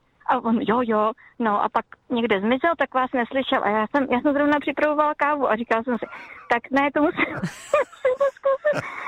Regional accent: Lanškroun, Pardubice Region, Czechia; Jsem z Lanskrona.

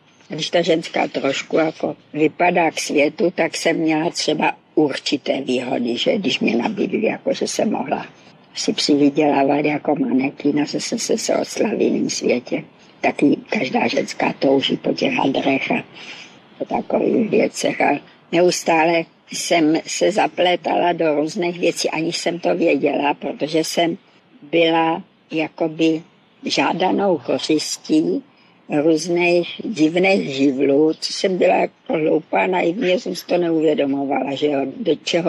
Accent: Moravia, Czechia

